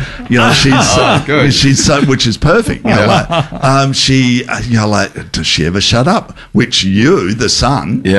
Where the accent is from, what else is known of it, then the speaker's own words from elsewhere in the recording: Adelaide, South Australia, Australia; moved away; I'm originally from Adelaide.